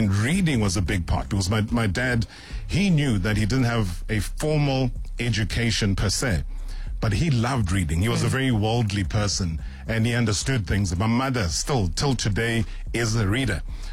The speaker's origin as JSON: {"language": "English", "town": "Vryheid", "region": "KwaZulu-Natal", "country": "South Africa", "tie": "born there", "said": "So, I was born in Vryheid."}